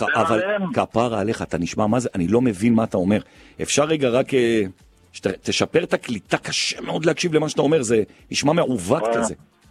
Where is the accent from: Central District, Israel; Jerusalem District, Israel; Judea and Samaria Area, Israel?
Jerusalem District, Israel; Jerusalem; אני רק משדר בגבעת זאב, אני ירושלמי